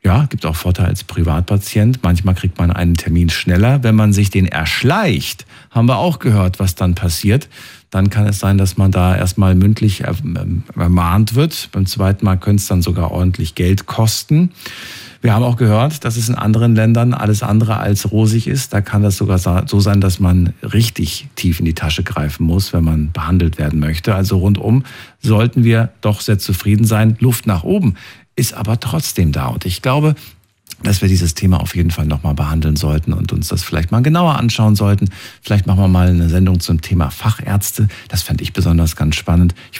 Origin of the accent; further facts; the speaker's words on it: Germany; born there; Aus Deutschland, ja. Mein Papa ist Slowake, okay. Aber ich bin in Deutschland geboren.